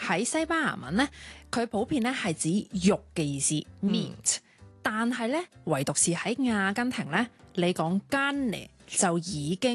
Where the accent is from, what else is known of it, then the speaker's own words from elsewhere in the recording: Guangdong, China; 佢哋系即系唔似我哋广东人咁样啦